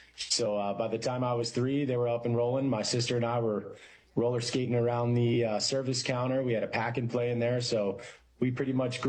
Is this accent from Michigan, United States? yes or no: no; Malvern, Pennsylvania, United States; I am the youngest of two. We grew up in Malvern in Berwyn, Pennsylvania.